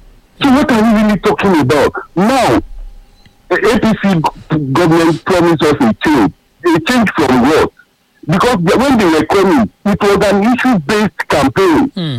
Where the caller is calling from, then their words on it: Ikeja, Lagos, Nigeria; I'm calling from Ikeja.